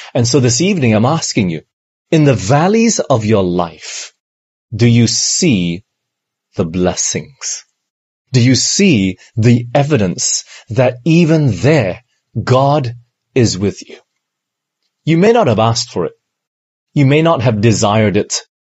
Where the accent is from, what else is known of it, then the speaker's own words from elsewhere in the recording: Penang, Malaysia; also born or lived in Singapore / England; I was born in Singapore. I'm actually Malaysian, but I was born in Singapore, and right after that we moved back to Malaysia here. We're in Penang for 2 years. And then after that, we moved to England for 5 years.